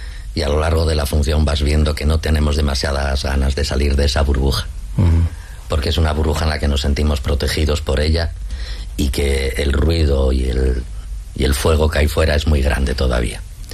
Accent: Asturias, Spain; Avilés, que está cerca, que yo soy asturiano y eso me viene bien para que vengan a verme la afición.

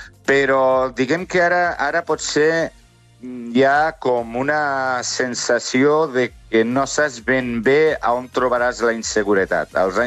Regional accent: Terrassa, Catalonia, Spain

